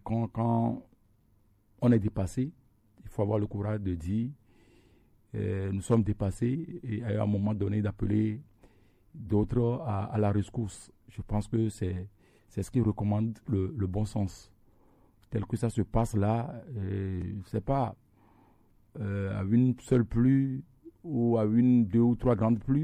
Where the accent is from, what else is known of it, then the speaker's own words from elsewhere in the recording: Togo; Mais malheureusement, chez nous au Togo, le pays n'est pas construit.